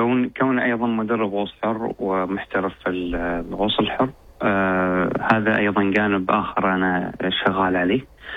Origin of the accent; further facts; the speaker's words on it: Oman; عندنا في عمان